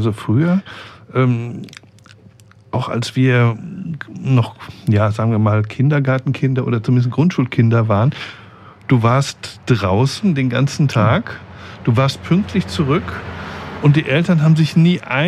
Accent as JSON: {"language": "German", "town": "Rüsselsheim", "region": "Hesse", "country": "Germany", "tie": "born there", "also_born_or_lived": "North Rhine-Westphalia", "said": "Weil wir kommen ja ursprünglich aus NRW. Ne? Und dann sind wir nach Rüsselsheim wegen der Caltex."}